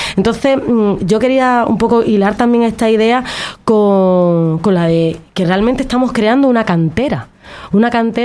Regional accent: Andalusia, Spain; accent: Andalusian; now in Canary Islands, Spain; se me puede notar en el acento, yo no soy de aquí, soy andaluza.

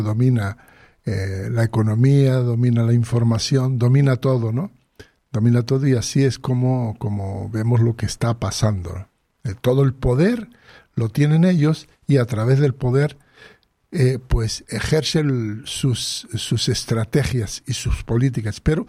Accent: Western Sahara; Nosotros, el pueblo saharaui lucha para decir, yo quiero vivir libre en mi tierra

